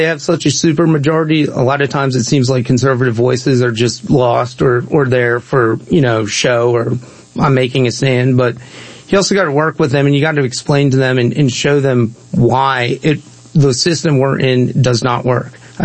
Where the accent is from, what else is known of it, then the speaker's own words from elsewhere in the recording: North Baltimore County, Maryland, United States; I'm born and raised in Baltimore County, North Baltimore County. I met my wife in North Baltimore County. We were married there, and now we're restoring a farmhouse built in 1844.